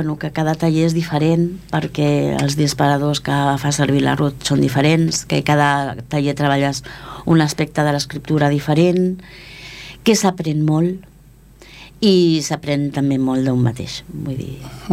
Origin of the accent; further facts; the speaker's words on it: Esplugues de Llobregat, Catalonia, Spain; l'Agos i jo sí que perquè som d'Esplugues